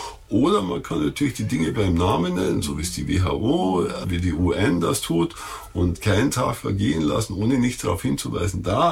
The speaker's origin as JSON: {"language": "German", "country": "Germany", "said": "ja, woher seid ihr und so, ja, aus Deutschland und so."}